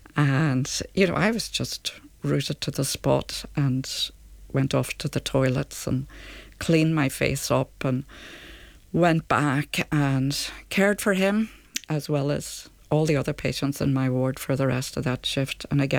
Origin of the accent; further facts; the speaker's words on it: Connacht, Ireland; moved away as an adult; also born or lived in Carrick-on-Shannon; now in Northern Ireland, United Kingdom; I said, I'm from County Leitrim.